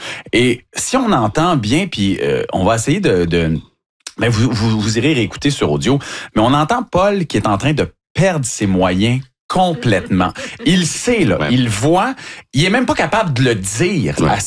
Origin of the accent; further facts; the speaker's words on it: Quebec, Canada; on est Canadien, on est Québécois, on entend le bonheur dans la voix des descripteurs